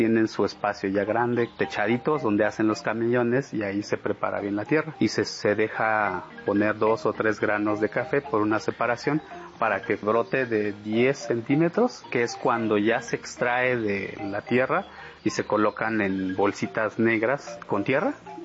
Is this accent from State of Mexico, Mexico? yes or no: no; Tanetze de Zaragoza, Oaxaca, Mexico